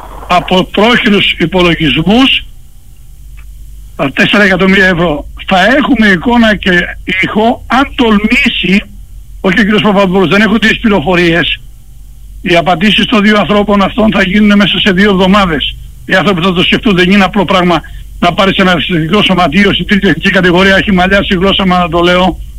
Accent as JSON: {"language": "Greek", "town": "Patras", "region": "Western Greece", "country": "Greece", "said": "και ως πατρινοί"}